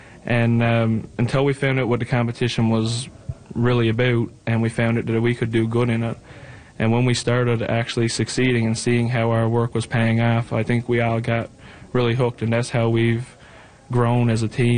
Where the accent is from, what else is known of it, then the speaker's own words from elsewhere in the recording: Newfoundland and Labrador, Canada; where we're from Labrador